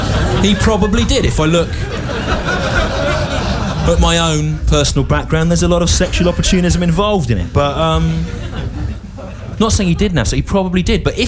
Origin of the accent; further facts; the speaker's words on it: England, United Kingdom; So as a child, I hated being English.